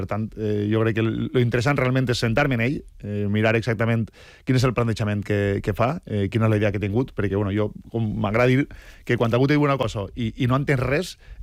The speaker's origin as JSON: {"language": "Catalan", "town": "Gavarda", "region": "Valencian Community", "country": "Spain", "tie": "born or raised there", "said": "Jo crec que cada un som d'un esquem i jo vaig néixer en Gavarda. Jo crec que vaig tenir la sort, no?, de viure en el meu poble. I jo sóc un enamorat del meu poble, la veritat."}